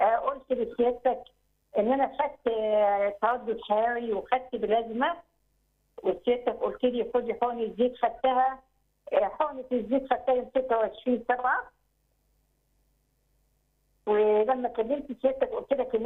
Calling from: Upper Egypt, Egypt; انا من الصعيد

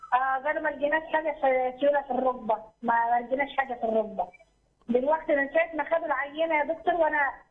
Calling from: Cairo, Cairo Governorate, Egypt; أنا من القاهرة

